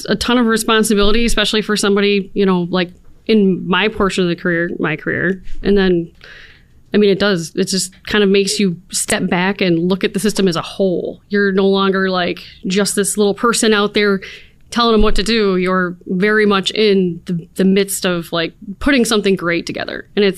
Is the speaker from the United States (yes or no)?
yes; New York, United States; Born and raised in the Southern Tier. I grew up actually down in Allegheny County, which I think is the farthest south you could get from this office.